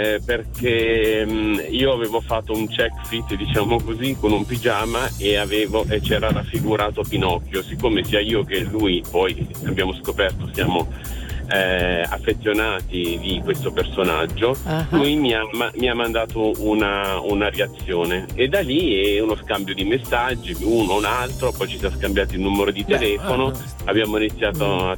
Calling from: Milan, Lombardy, Italy; Sono da Milano, sto andando a lavoro.

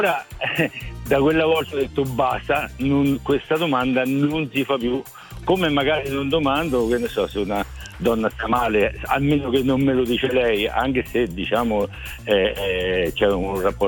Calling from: Montefranco, Umbria, Italy; Io Montefranco, vicino Terni.

